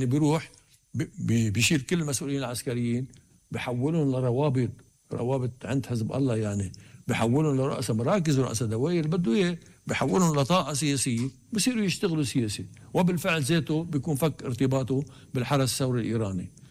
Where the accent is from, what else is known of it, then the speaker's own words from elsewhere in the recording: Lebanon; نحن كلبنانيين